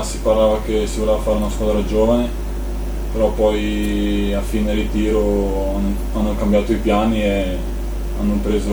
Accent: Veneto, Italy; born there; Io sono nato in provincia di Treviso.

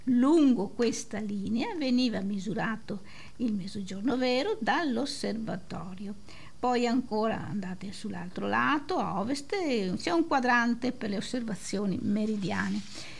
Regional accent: Padua, Veneto, Italy; che conosciamo noi padovani almeno

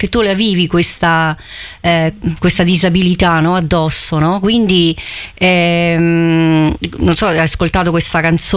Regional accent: Recanati, Marche, Italy; io sono originaria di Recanati

